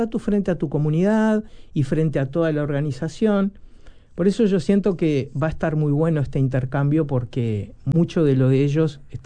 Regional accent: Uruguay; Cuando aquí en Uruguay nos recibimos de psicólogo

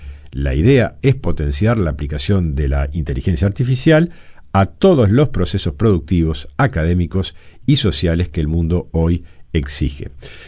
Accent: Uruguay

